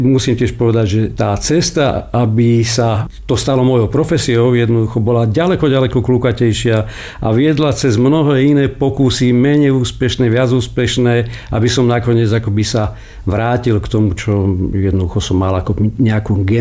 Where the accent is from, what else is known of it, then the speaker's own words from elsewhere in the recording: Veľká Lehota, Banská Bystrica Region, Slovakia; born there; Ja som sa narodil vo Veľkej Lehote, to je obec kúsok od Novej Bane, alebo medzi Novou Baňou a Žarnovicou v horách, taká uzatvorená.